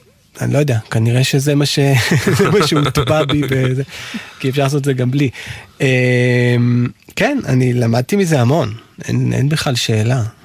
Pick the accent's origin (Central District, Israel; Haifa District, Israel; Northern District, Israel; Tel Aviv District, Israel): Tel Aviv District, Israel; Tel Aviv; born there; נולדתי בתל אביב לפני 50 שנה.